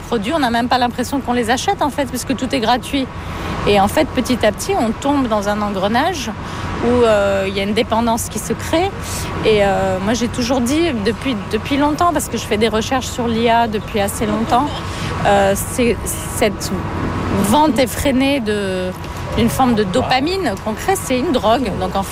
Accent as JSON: {"language": "French", "country": "France", "also_born_or_lived": "Latin America", "lives_now": "United States", "said": "en venant de France. Enfin, moi, j'ai grandi surtout en Amérique latine."}